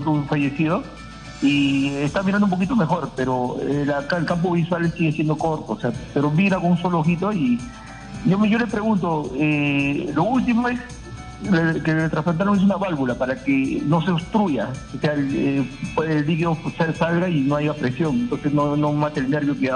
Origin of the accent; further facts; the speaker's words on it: San Juan de Lurigancho, Lima, Peru; soy de San Juan de Urigancho.